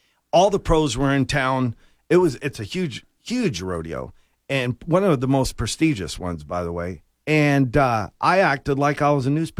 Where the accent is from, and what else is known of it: Florida, United States; born or raised there